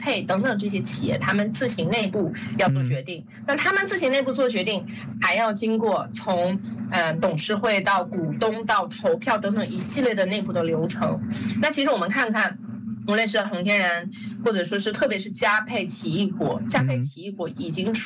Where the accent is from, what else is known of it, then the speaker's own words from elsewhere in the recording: New Zealand; 我们新西兰人